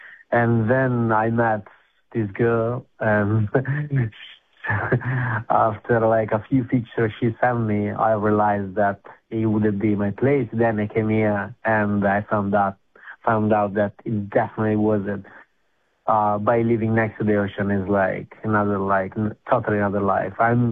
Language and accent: English; Milan, Lombardy, Italy; now in Coral Bay, Australia; So, yeah, I grew up in Milan, so you can imagine him in a city where I was surrounded by buildings.